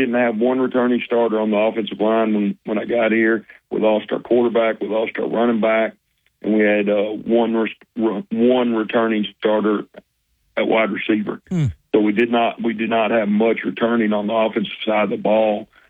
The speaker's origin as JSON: {"language": "English", "town": "Conway", "region": "Arkansas", "country": "United States", "tie": "born or raised there", "said": "Well, I'm originally from Conway, and me and Clint were in the same class together up there."}